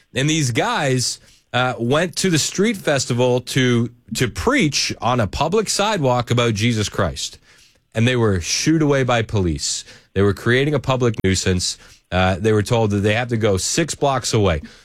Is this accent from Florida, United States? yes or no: no; Boston, Massachusetts, United States; And I grew up in Boston.